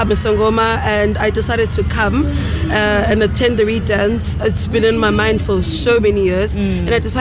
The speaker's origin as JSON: {"language": "English", "town": "Durban", "region": "KwaZulu-Natal", "country": "South Africa", "moved": "yes", "said": "I'm originally from Durban. I came from Durban to here, so yeah, I'm a Durban girly."}